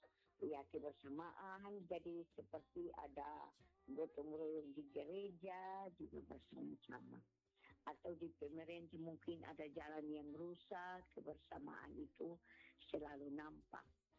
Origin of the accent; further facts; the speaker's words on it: East Nusa Tenggara, Indonesia; kami orang Timur TTS